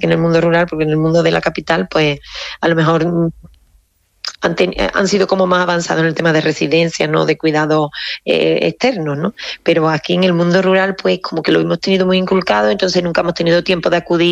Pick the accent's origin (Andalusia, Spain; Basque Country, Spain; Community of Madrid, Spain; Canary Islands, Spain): Andalusia, Spain; Seville; moved away as an adult; now in Carcabuey, Spain; porque yo soy de capital y me vine al mundo rural, soy de Sevilla, me vine aquí a Carcagüey, cuando aquello pues estamos hablando del año 2002 aproximadamente